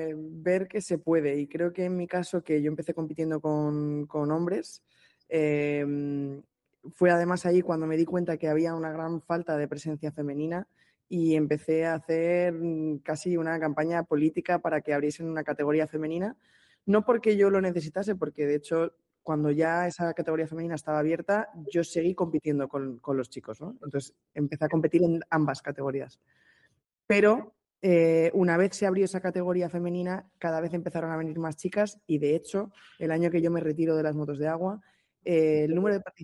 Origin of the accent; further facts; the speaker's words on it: Madrid, Community of Madrid, Spain; aunque soy de Madrid, me siento mucho más mediterránea que otra cosa